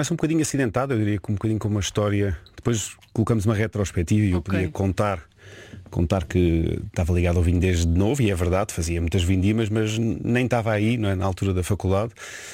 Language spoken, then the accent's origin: Portuguese; Lisbon, Portugal; born there; nasci em Lisboa